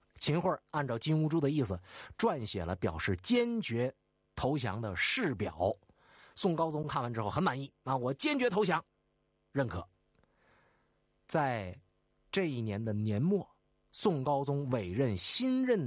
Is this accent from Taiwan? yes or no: no; Northeast China, China; 用我们东北一句土话来讲